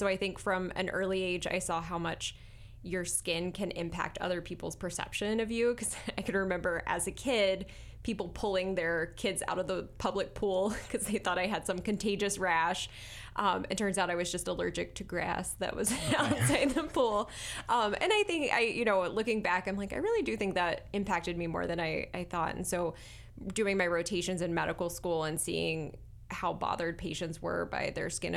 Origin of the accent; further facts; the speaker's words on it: Virginia, United States; moved away as an adult; now in Vermont, United States; I grew up in Virginia. I actually did medical school at the University of Virginia and came up to Vermont for my dermatology residency.